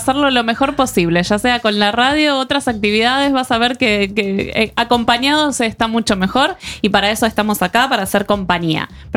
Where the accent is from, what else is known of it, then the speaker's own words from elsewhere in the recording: Argentina; now in Oslo, Norway; los que somos acá argentinos, chilenos